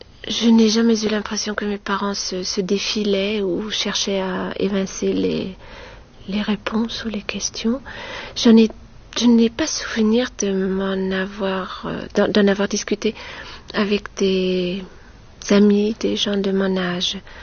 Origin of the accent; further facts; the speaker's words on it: North Rhine-Westphalia, Germany; French is a second language; moved away; also born or lived in Düsseldorf / Paris; J'ai grandi dans la Rhénanie du Nord-Westphalie, près de Münster. C'est à mi-chemin entre Hambourg et Cologne. C'est là que je suis allée à l'école. Ensuite, j'ai fait mes études à Düsseldorf et en partie à Paris